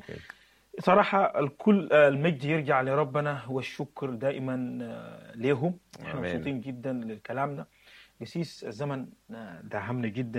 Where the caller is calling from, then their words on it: Canada; من كندا انا بحييك، بحيي زوجتك الفاضله